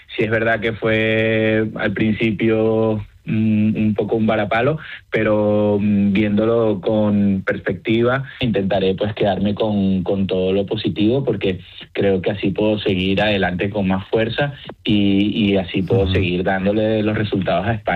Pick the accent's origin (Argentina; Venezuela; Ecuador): Venezuela; Caracas, Capital District; born there; Vale, bueno, primero quisiera aclarar que aunque soy, o sea, que nací en Caracas, soy españ